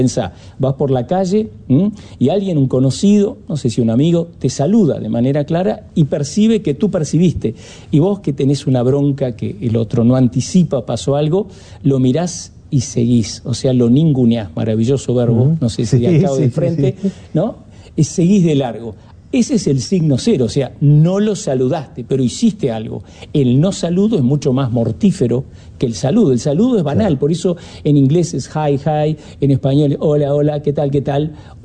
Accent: Uruguay; mi padre fuera extranjero, soy uruguayo de primera generación, ¿no? Viniese de Viena, de Austria

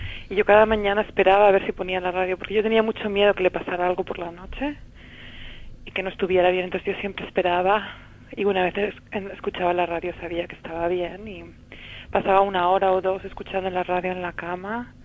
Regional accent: Madrid, Community of Madrid, Spain; Yo habiendo crecido en Madrid y siendo española

